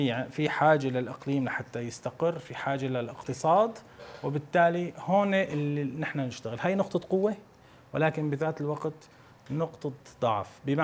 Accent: Syria; نحن كسوريين جميعا

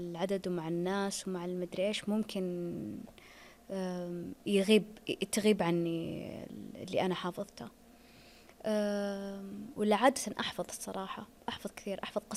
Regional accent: Saudi Arabia; هنا عندنا في السعودية.

